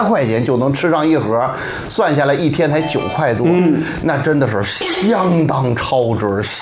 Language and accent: Chinese; Xuzhou, Jiangsu, China; 大家好，